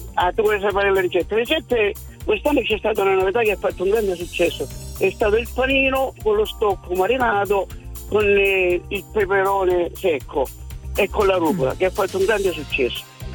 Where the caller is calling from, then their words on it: Calabria, Italy; nel mio paese, anche nelle vicinanze, tra Cittanova, nella provincia di Reggio Calabria